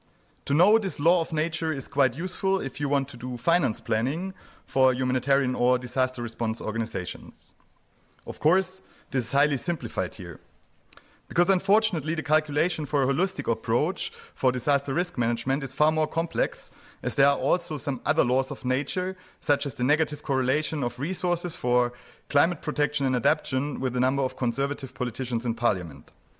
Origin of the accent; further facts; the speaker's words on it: Reutlingen, Baden-Württemberg, Germany; English is a second language; This tunnel, upon which I grew up in Reutlingen, in the house of my parents, is not only built for cars.